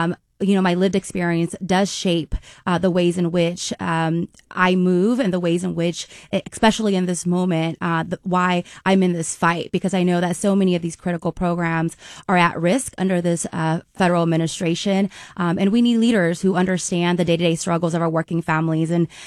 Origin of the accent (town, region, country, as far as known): Sacramento, California, United States; born or raised there